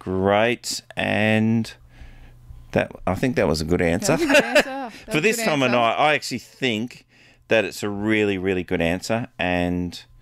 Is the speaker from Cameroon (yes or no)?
no; Australia; accent: Australian; I've got an Australian accent, I think I'm Australian, but apparently not in the scale of what you're saying, so...